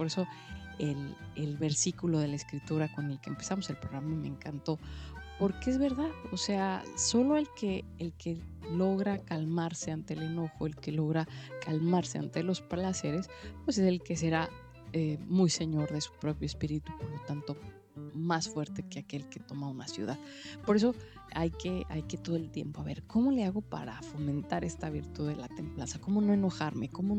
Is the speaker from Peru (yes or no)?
no; Mexico; obviamente, pues, yo que le digo, yo soy mexicana